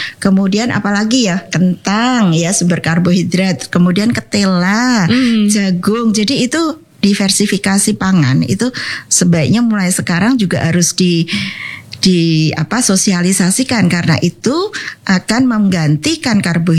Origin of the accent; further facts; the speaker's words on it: Semarang, Central Java, Indonesia; kita orang Semarang biasa suka kerupuk ya.